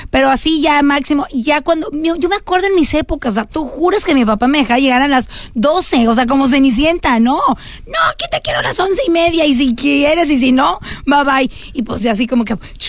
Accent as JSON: {"language": "Spanish", "country": "Mexico", "moved": "yes", "lives_now": "United States", "said": "los cuatro somos aquí de México"}